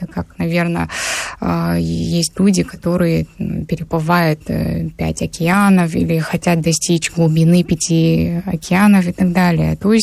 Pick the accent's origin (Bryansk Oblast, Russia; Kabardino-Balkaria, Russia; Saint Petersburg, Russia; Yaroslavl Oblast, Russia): Kabardino-Balkaria, Russia; я родилась в Кабардино-Балкарской республике. Кабардино-Балкарию называют Малыми Гималаями. У нас там находится высочайшая вершина России, Европы и очень много других не менее значимых вершин, как Эльбрус.